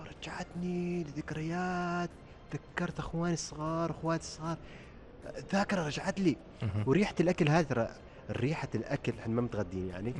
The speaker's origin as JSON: {"language": "Arabic", "country": "Oman", "said": "نحن كعمانيين"}